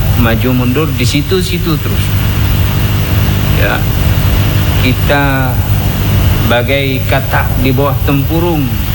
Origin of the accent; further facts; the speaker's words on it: Aceh, Indonesia; Kita orang Aceh zaman dulu kalau kita ngomong tak apa-apa, nenek kita ngomong pegah haba dapo.